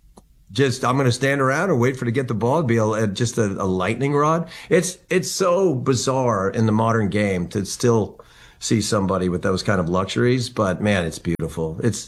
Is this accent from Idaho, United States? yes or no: no; Westlake Village, California, United States; I'm from Westlake Village, California.